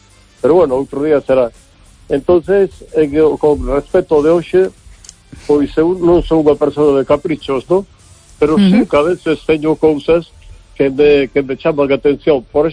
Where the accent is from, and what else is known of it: Vigo, Galicia, Spain